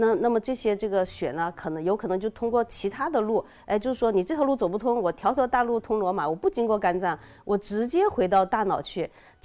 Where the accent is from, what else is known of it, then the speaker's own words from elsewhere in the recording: Hunan, China; 我们湖南人说的就不清白了。